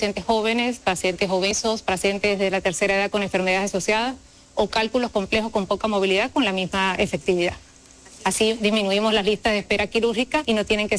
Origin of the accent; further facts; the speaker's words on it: Venezuela; now in El Salvador; Soy venezolana.